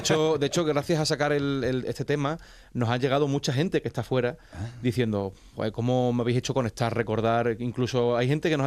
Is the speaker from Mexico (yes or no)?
no; Villafranca de los Barros, Extremadura, Spain; also born or lived in Sant Cugat del Vallès; now in Mérida, Spain; Yo soy de Villafranca de los Barros, que es donde me he criado. Actualmente vivo aquí en Mérida.